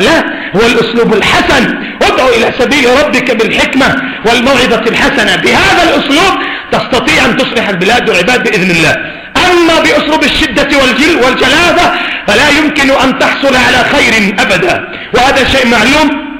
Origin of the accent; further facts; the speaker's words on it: Yemen; الدولة عندنا في اليمن